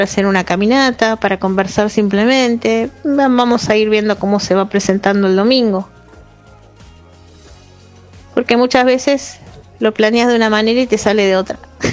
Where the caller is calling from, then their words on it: Buenos Aires, Argentina; de Caballito